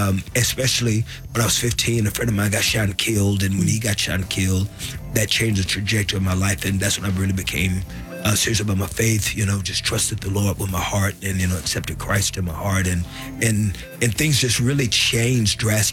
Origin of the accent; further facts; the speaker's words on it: Texas, United States; accent: country; moved away; Yeah, I'm just loud and country because I'm from Texas.